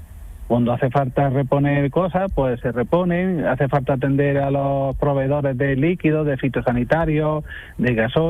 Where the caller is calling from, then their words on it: Arenas del Rey, Andalusia, Spain; ahora mismo estoy en una finca agrícola que está en Arenas del Rey, en la provincia de Granada.